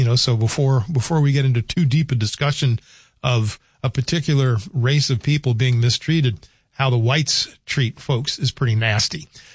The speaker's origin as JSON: {"language": "English", "town": "New Orleans", "region": "Louisiana", "country": "United States", "tie": "born or raised there", "said": "Yeah, growing up in New Orleans was certainly a different experience from the rest of the Deep South."}